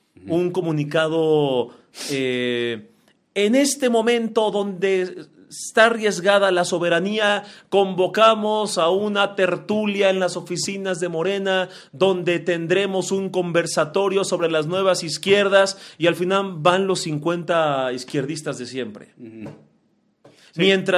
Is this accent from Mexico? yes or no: yes; Mexico